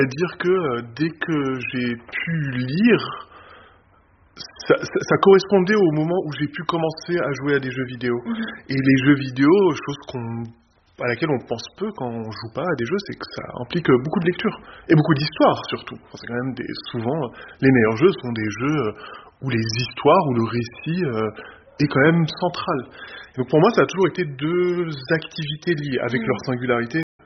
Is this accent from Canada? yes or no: no; Bethlehem, West Bank, Palestine; French is a second language; moved away as an adult; also born or lived in Jerusalem; now in France; Donc moi je suis né à Jérusalem, j'ai grandi à Bethléem, et ma famille vient de Bethléem.